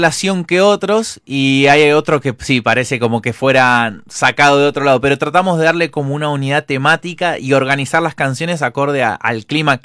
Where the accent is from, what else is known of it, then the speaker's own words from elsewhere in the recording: Castelar, Buenos Aires Province, Argentina; also born or lived in Haedo; el oeste, pero a los 4 años ya estaba viviendo en Castelar. Así que fui ahí al colegio, secundaria, todo.